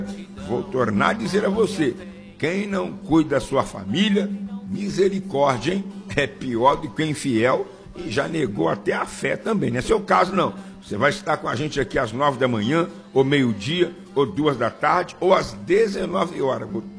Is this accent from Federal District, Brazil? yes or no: no; Leopoldina, Minas Gerais, Brazil; now in Juiz de Fora, Brazil; da cidade de Leopoldina, minha cidade natal, né, de Leopoldina